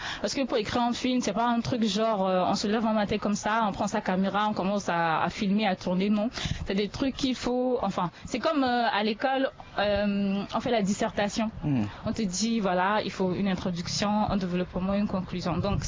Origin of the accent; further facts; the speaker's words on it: Central African Republic; Je venais de la Centrafrique.